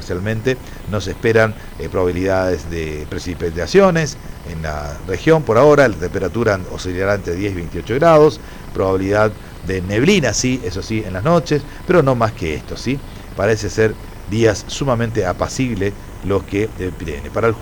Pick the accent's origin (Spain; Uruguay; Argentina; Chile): Argentina